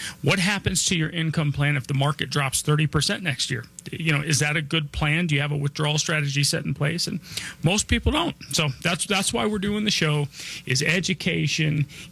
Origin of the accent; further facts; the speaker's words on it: Denver, Colorado, United States; I was born and raised here in Denver.